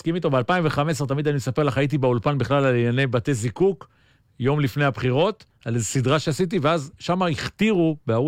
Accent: Kiryat Tiv'on, Haifa District, Israel; born there; כנער בטבעון, ששחק כדור מים

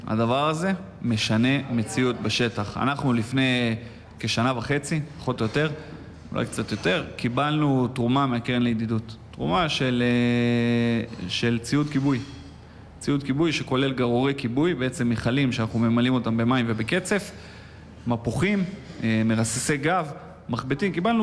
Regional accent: Nov, Northern District, Israel; אז כן, אני נולדתי וגדלתי במושב נוב בדרום הגולן. ההורים שלי בעצם ממקימי ההתיישבות בגולן, הם הקימו את המושב, מהמקימים של המושב קשת, במרכז הגולן. לימים אחרי 18 שנה הם עברו למושב נוב, שם בעצם אני נולדתי.

